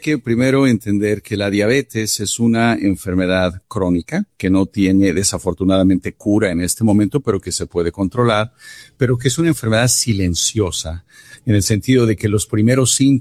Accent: Mexico; Hugo Sánchez nació en el barrio donde yo crecí en México.

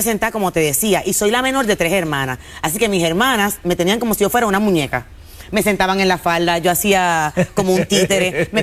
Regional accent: Dorado, Puerto Rico; de Dorado. Mira, recuerdos encantadores de mi pueblo, de mi niñez

